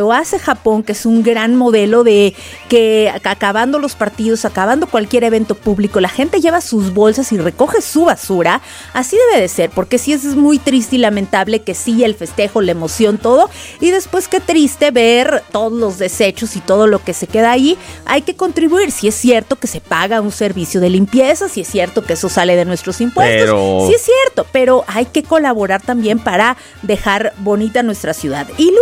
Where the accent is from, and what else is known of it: Mexico